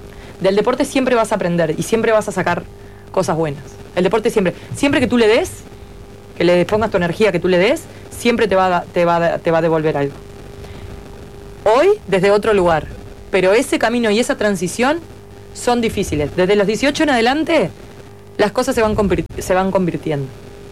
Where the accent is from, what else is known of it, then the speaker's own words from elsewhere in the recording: Uruguay; más allá de lo que yo era como talento uruguayo